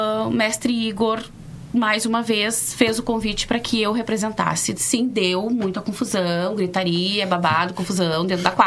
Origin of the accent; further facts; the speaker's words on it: Rio Grande do Sul, Brazil; gaúcha, sou do Rio Grande do Sul.